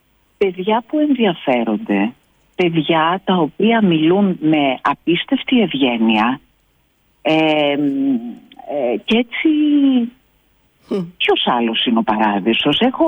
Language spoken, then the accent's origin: Greek; Piraeus, Attica, Greece; moved away as an adult; also born or lived in Thessaloniki, Greece; now in Lubumbashi, Democratic Republic of the Congo; αν και είμαι από τον Πειραιά, ζω τα τελευταία 30 χρόνια στη Θεσσαλονίκη